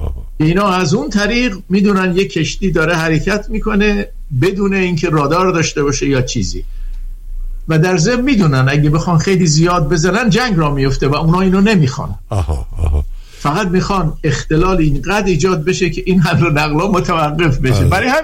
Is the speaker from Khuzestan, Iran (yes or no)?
yes; Abadan, Khuzestan, Iran; moved away; من خودم در آبادان بزرگ شدم